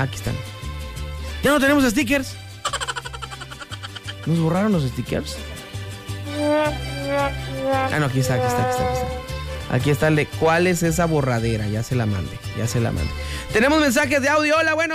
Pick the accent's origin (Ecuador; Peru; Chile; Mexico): Mexico; festejar que somos mexicanos